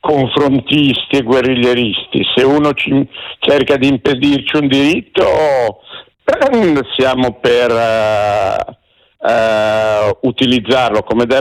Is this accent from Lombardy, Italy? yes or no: no; Genoa, Liguria, Italy; Guardi, anche qualche giorno al mare, perché io sono genovese e c'ho la casa che mi ha lasciato mia mamma.